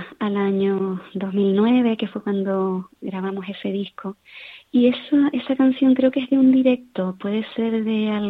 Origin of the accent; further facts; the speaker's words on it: Canary Islands, Spain; nuestro folclore o nuestra música de Canarias